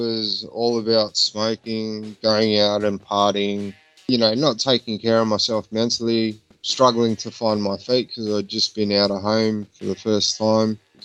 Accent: Sydney, New South Wales, Australia; I was born in Sydney, Australia, and have a lot of strong connections with the people and the community. It's been my home for the last 41 years.

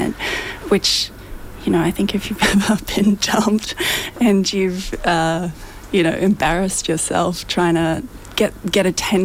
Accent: Toowoomba, Queensland, Australia; moved away; I'm from Toowoomba originally, T-Bar represent

